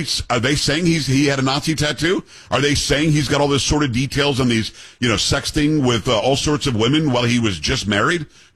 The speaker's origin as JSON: {"language": "English", "region": "New York", "country": "United States", "said": "Don't get mad at me. I'm a New Yorker. Don't give me a hard time."}